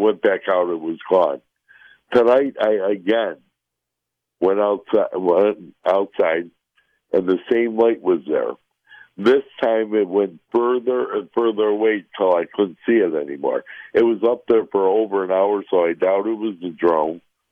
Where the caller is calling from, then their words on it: Euclid, Ohio, United States; I live in Euclid, Ohio. It's outside of Cleveland. It's right on Lake Erie. I'm about 20 houses up from Lake Erie.